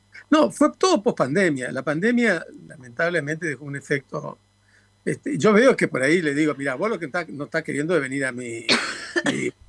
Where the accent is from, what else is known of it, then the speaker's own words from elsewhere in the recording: Paso de los Libres, Corrientes, Argentina; born there; como yo nací en Paseo de los Libres, yo entiendo bastante el portugués. Sobre todo el portugués hablado.